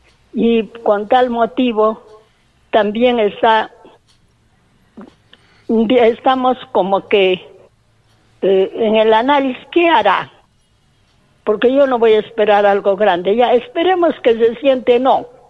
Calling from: Peru; como mujer, como peruana

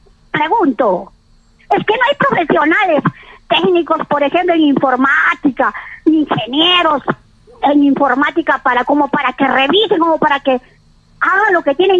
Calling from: Peru; yo como ciudadana peruana

